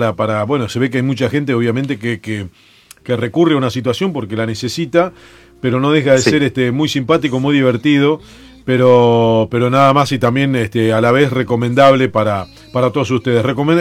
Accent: Argentina

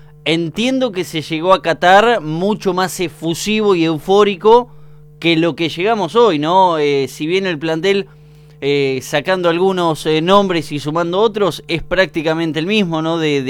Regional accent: Argentina

